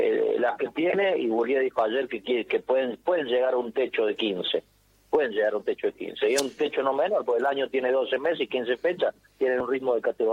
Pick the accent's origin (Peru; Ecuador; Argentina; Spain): Argentina; Córdoba; número 2 como argentino, número 3 para más como cordobés, o sea, como ciudadano del lugar donde se habla mucho de eso, segunda ciudad de la Argentina y demás.